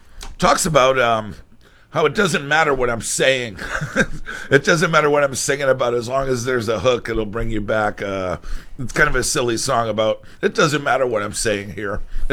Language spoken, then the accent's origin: English; Boston, Massachusetts, United States; moved away; I'm from the Boston area